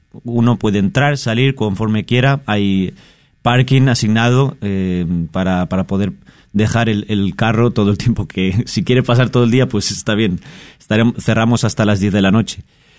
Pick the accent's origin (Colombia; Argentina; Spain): Spain; moved away as an adult; now in Dallas, United States; Yo soy de España